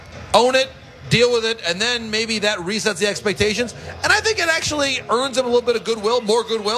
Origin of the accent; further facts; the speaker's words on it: Midwest, United States; moved away; as a Midwesterner